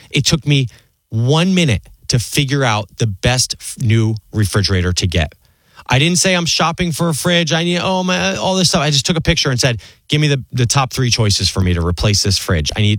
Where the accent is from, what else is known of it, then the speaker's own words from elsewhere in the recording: New Jersey, United States; when I was an 11-year-old, 12-year-old, 13-year-old growing up in New Jersey as a somewhat creative child